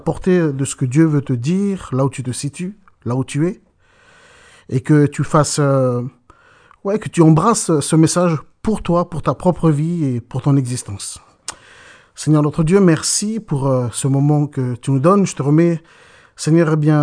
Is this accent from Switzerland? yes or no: no; Maré, Loyalty Islands Province, New Caledonia; parce que je suis de ce pays, je suis de Néngoné … je suis de Nété, et je suis également pasteur de l'église ici à Pergame, à Nouméa